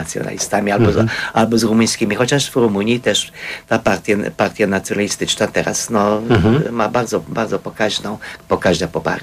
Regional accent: Hungary; Polish is a second language; Powiedziałem, że no, pochodzę z Węgier.

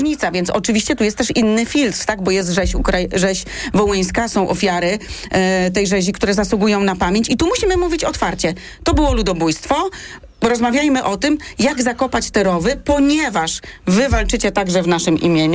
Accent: Polish-German borderland, Poland; moved away; pochodzę z pogranicza polsko-niemieckiego, tam też mieszkałam.

